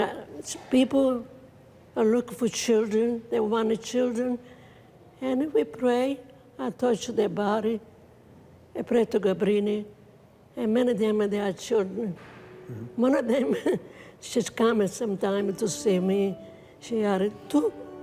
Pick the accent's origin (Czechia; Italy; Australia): Italy; Sicily; English is a second language; moved away as an adult; now in United States; when I left the Sicily